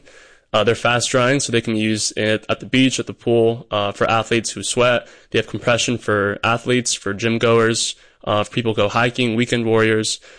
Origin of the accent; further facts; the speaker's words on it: Sacramento, California, United States; I'm from Sacramento, California